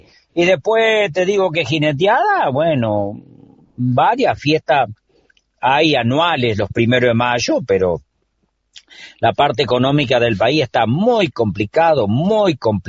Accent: Entre Ríos, Argentina; moved away; Yo salí de Entre Ríos el 16 de julio del 79 por 20 días a hacer una changa en Santa Fe, y de ahí me voy a Buenos Aires

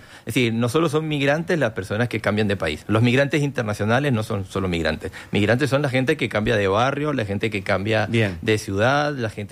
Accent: Venezuela; now in Montevideo, Uruguay; yo soy venezolano y hay una comunidad venezolana más o menos grande acá en Uruguay

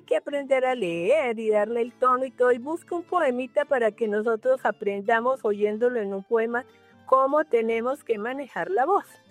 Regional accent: Bogotá, Colombia; Somos poquitos los bogotanos.

